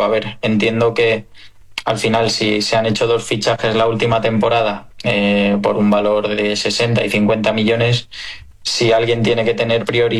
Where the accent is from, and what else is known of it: Spain